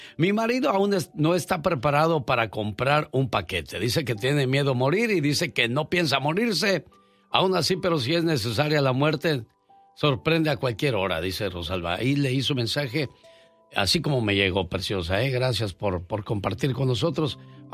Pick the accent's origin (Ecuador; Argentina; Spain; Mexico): Mexico; nosotros los mexicanos o los hispanos somos así